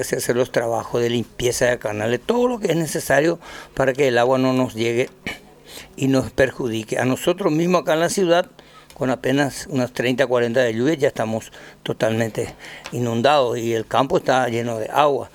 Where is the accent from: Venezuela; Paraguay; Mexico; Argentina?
Paraguay; Pilar, Ñeembucú; como poblanos, pilarenses, niembuqueños